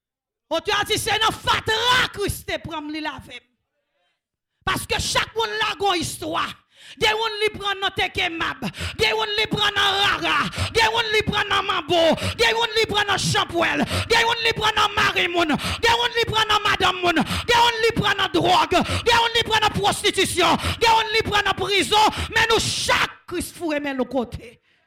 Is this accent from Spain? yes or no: no; Haiti; Chez nous en Haïti